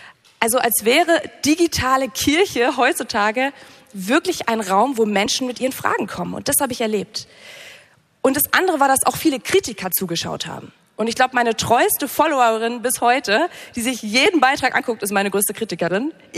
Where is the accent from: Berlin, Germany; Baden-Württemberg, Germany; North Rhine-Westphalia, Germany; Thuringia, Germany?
North Rhine-Westphalia, Germany; Okay, ich merke schon, wir sind ja gerade in Bayern. Eigentlich komme ich aber aus NRW.